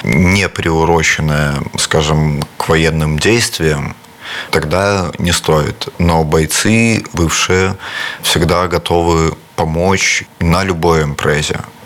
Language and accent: Russian; Belarus; как белорусы.